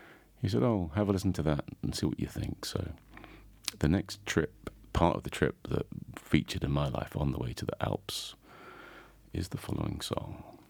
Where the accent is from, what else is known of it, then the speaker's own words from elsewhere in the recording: Surrey, South East England, United Kingdom; moved away as an adult; also born or lived in Walton-on-Thames; now in Zell am See, Austria; I'm actually from Britain, from England. Grew up in a small place called Surrey, towards the south of our lovely, beautiful island over there. And some years ago, I ended up in the Alps, became a ski instructor.